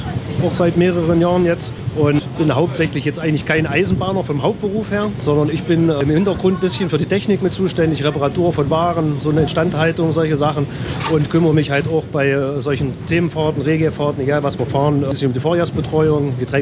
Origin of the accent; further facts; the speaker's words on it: Siersleben, Saxony-Anhalt, Germany; dass ich wirklich an der Hälfte der Strecke wohne, schon mein ganzes Leben lang in Siersleben, 200 Meter weg von unserem Gleisdreieck